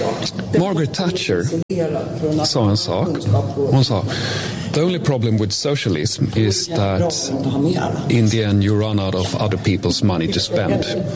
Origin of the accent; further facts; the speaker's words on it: Sweden; Jag är uppvuxen i Sverige på 70-talet, 80-talet, 90-talet.